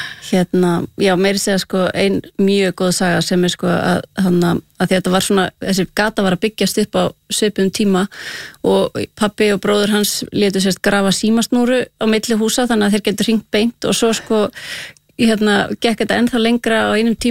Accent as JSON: {"language": "Icelandic", "town": "Mosfellsbær", "region": "Capital Region", "country": "Iceland", "tie": "born or raised there", "said": "Já, við ólumst upp í Mosfellsveit af því að það var ekki fyrir 87 sem þetta varð að bæ"}